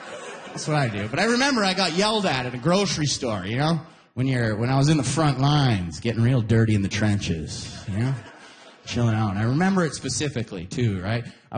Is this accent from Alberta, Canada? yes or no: yes; Alberta, Canada; I lost 3 friends just because I'm from Alberta.